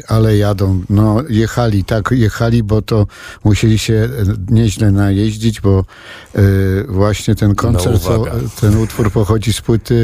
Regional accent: Toruń, Kuyavian-Pomeranian Voivodeship, Poland; born there

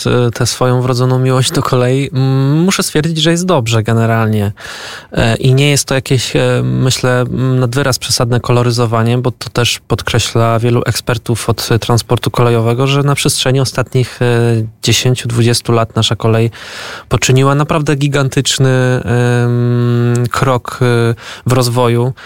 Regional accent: Lesser Poland, Poland; Pochodzę z Małopolski. Ją kocham bezgranicznie

